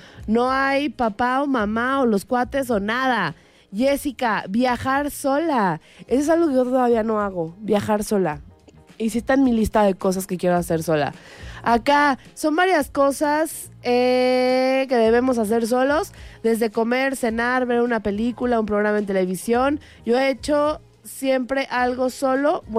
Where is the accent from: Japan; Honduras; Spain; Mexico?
Mexico; Villa del Carbón, State of Mexico